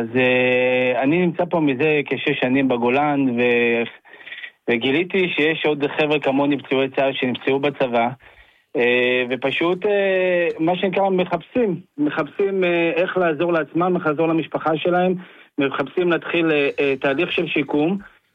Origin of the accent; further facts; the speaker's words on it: Central Israel, Israel; now in Golan Heights; אני איבדתי את שתי רגליי ברמת הגולן, וגדלתי במרכז